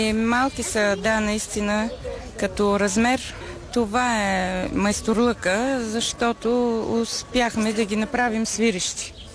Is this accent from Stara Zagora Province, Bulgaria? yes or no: no; Plovdiv, Plovdiv Province, Bulgaria; От Пловдив съм … изработваме музикални сувенири